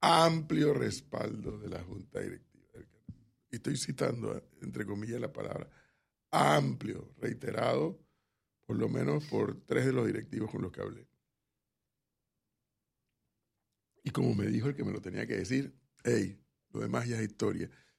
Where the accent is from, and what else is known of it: Panama